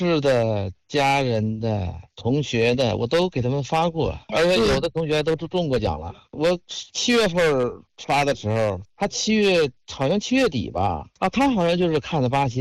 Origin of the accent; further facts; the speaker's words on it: Hengshui, Hebei, China; 我老家衡水。